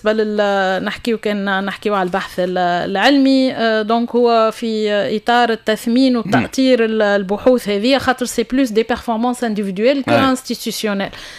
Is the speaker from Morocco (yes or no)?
no; Tunisia; ما كانش عندنا في تونس